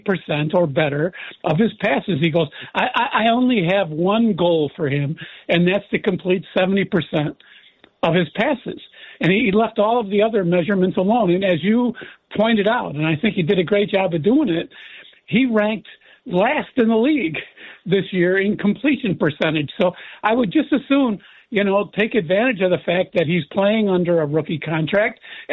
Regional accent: Chicago, Illinois, United States; Bears, you know, stepping into Caleb's second year and wow, you know, pretty successful because we're originally from Chicago.

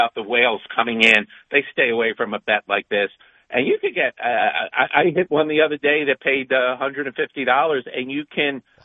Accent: New York, United States; I'm a Queens Village born and bred.

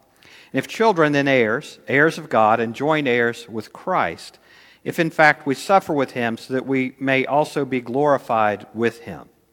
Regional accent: Hickory, North Carolina, United States; moved away as an adult; my hometown of Hickory, North Carolina

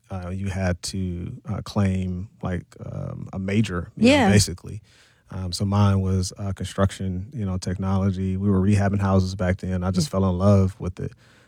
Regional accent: Milwaukee, Wisconsin, United States; I'm Milwaukee-based, born and raised here in the city, proud MPS graduate

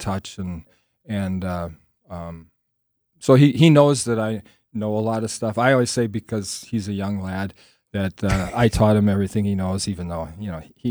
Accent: Milwaukee, Wisconsin, United States; I was born in Milwaukee, raised in Milwaukee. Technically, I think I live within 6 miles of where I first was ever born. Never farther away than six miles from where I was born. On the north side of Milwaukee.

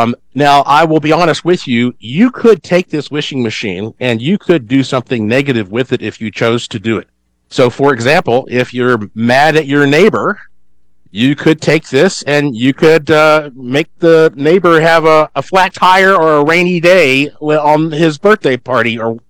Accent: Asheville, North Carolina, United States; born and raised in Asheville, North Carolina.

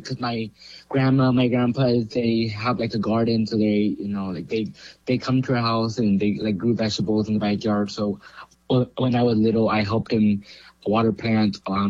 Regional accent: California, United States; there was two from California, which was me and this other girl.

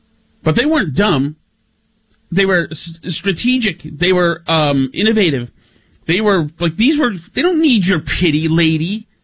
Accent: Winchester, Massachusetts, United States; I grew up in Winchester, Mass., home of the Winchester Sachems.

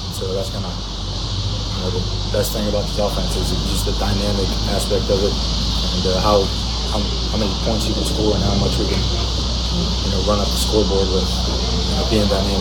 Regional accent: Indiana, United States; now in Mississippi, United States; I'm from Indiana

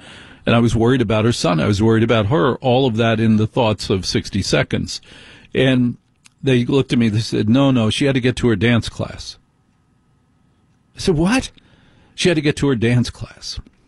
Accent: New Jersey, United States; because, you know, I'm from Jersey. I'm from the Northeast.

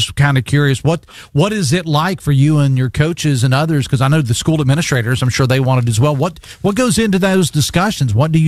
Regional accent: West Virginia, United States; I'm familiar with that area. I'm from Logan County.

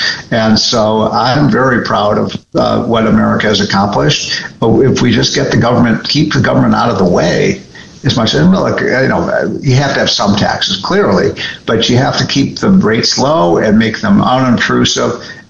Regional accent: Chicago, Illinois, United States; I'm from Chicago. It's a tragedy they elected a socialist mayor.

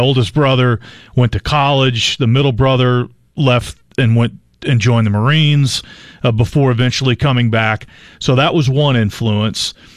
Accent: Illinois, United States; Where I grew up right near the Mississippi River on the Illinois side, St. Clair County, Illinois, and that's the county that borders the Mississippi on the east side of the river

